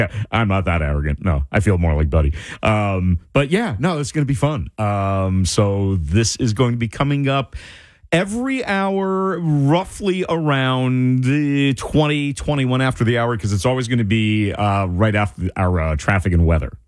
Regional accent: Rahway, New Jersey, United States; because I grew up in Rahway, been to Elizabeth so many times.

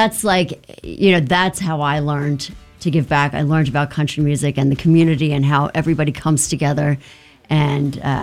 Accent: Maryland, United States; I'm from a really small town in Maryland, right outside of Frederick.

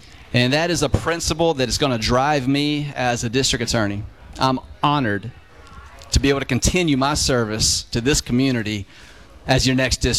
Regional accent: Pilot Mountain, North Carolina, United States; now in Mount Airy, United States; Surrey County's been my home my entire life. I grew up in Pilot Mountain, and now I live in Mount Airy.

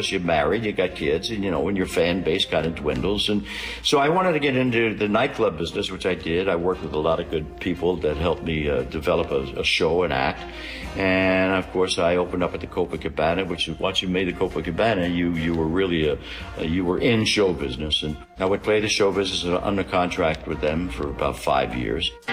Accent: Philadelphia, Pennsylvania, United States; she thinks it's a kid that I grew up with in South Philly, a lot of Italian kids

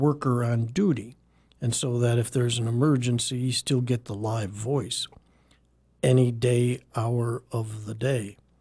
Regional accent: Chicago, Illinois, United States; No, I didn't, but it's from my hometown of Chicago, and yeah.

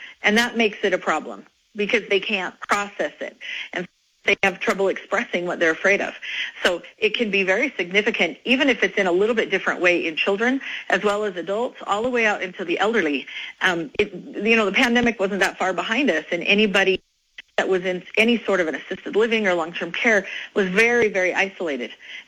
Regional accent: Idaho, United States; I am from Idaho, and so a lot of rural areas, so a lot of space between providers.

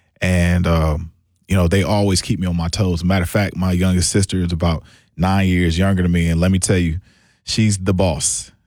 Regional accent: Milwaukee, Wisconsin, United States; born there; I was born here in Milwaukee. Not going to say the year, but born to two wonderful parents.

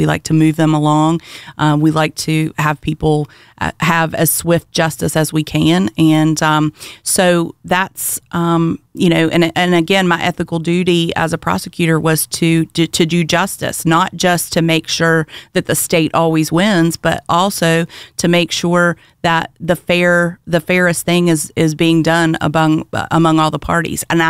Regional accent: West Virginia, United States; also born or lived in Akron, Ohio; I was born a Putnam County child. I'm the only Putnam County native in this race. I was born and raised in Putnam County, graduated from Buffalo High School, went to Marshall University

